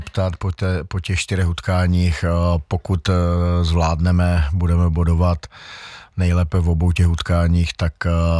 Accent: Zlín, Zlín Region, Czechia; moved away as an adult; now in Vsetín, Czech Republic; já jsem rodák ze Zlína. Zlínský stadion znám, protože jsem mládežnické roky strávil vlastně tady na stadionu Luďka Čajky.

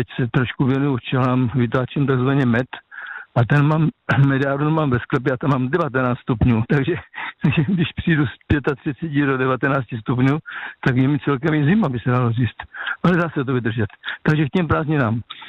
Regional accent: Žeravice, South Moravian Region, Czechia; pocházím z Moravského Slovácka, z městečka Žeravice, to je mezi Kyjovem a Mzencem.

